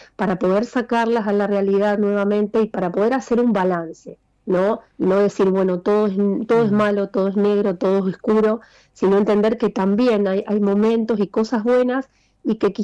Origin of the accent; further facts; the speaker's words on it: San Nicolás de los Arroyos, Buenos Aires Province, Argentina; yo soy de San Nicolás, provincia de Buenos Aires